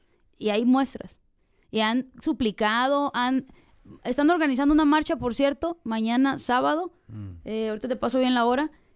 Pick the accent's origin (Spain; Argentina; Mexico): Mexico; Culiacán, Sinaloa; born there; yo nací en Culiacán